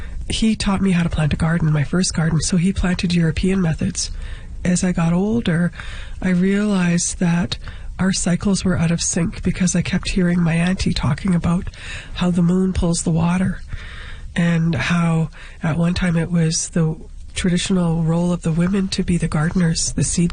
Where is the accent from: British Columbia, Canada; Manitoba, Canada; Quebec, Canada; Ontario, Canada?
Manitoba, Canada; Swan Lake First Nation; I'm from Swan Lake First Nation, Kapshkikamak, with relations in Long Plain, too.